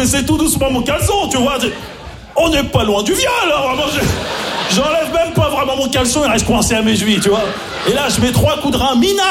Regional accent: Maisons-Alfort, Île-de-France, France; parce que j'ai grandi à Maison Alphand, en plus, tu vois, dans le 9-4, tu vois, j'ai grandi...

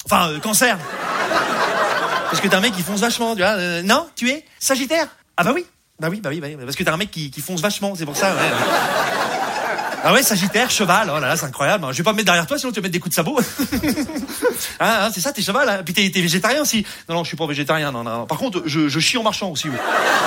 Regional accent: Rouen, Normandy, France; je viens de Rouen, voilà, je vous le dis, hein, je sais pas si vous connaissez un peu Rouen, c'est la Normandie, voilà.

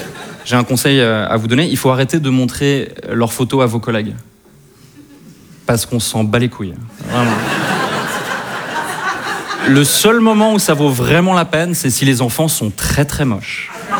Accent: Switzerland; now in Paris, France; je suis suisse. Ça surprend les Parisiens, parfois, quand j'explique que je suis suisse

